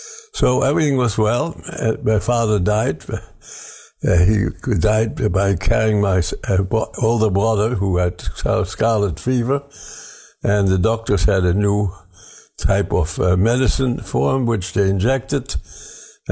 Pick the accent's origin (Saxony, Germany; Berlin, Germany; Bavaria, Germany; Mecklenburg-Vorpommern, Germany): Berlin, Germany; now in Canada; I was born in Germany in 1925. Which makes me 98 at the present time, and into a well-to-do family. And my family had a banking house